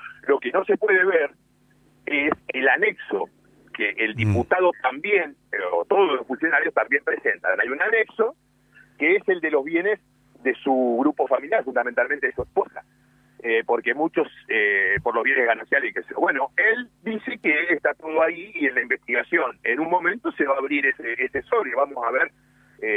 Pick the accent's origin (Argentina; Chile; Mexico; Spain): Argentina; ¿Le parece que somos estúpidos los argentinos?